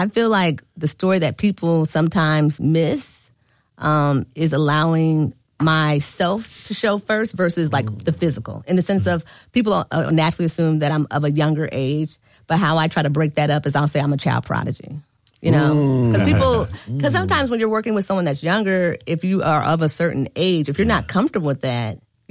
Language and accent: English; Ohio, United States; moved away as an adult; now in Philadelphia, United States; I'm from Ohio, so I was home